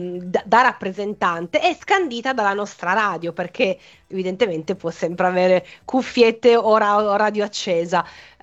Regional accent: Turin, Piedmont, Italy; torinese, Doc.

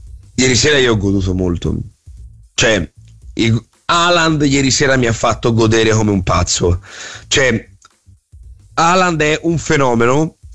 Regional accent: Morocco; io sono marocchino, ragazzi, io non vedo l'ora che in Marocco può giocare con la Francia

